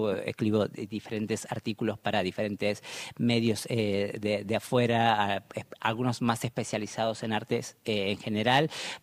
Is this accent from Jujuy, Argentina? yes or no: yes; Santa Bárbara, Jujuy, Argentina; moved away; yo soy de Santa Bárbara y mi familia, mi papá vive con mis hermanos en San Francisco